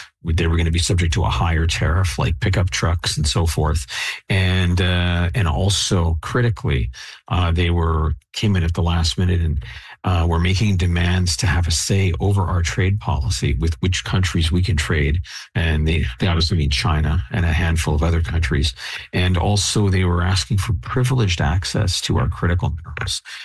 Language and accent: English; Canada; I'm Canadian.